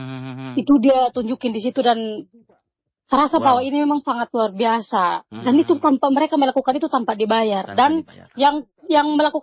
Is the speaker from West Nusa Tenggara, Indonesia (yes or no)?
no; Jakarta, Indonesia; Benar juga, kita nih asli Betawi tapi kita tidak punya kebun.